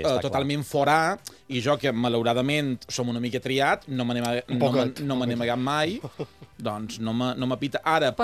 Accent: Balearic Islands, Spain; com a bon mallorquí

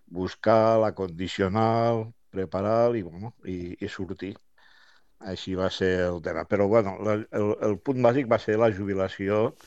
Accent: Lleida, Catalonia, Spain; also born or lived in Barcelona

